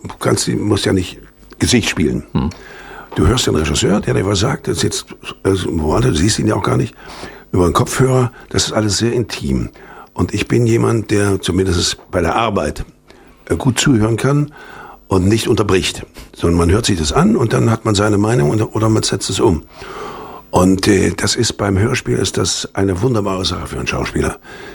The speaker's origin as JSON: {"language": "German", "country": "Germany", "moved": "yes", "said": "als ich abgehauen bin aus der DDR, mein erster Gang war aufs Konsulat"}